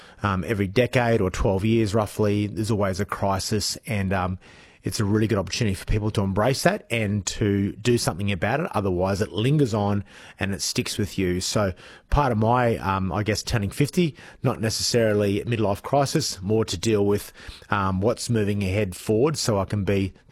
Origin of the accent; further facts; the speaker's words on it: Coonamble, New South Wales, Australia; born there; because I was born in Canamble, there was the emotional side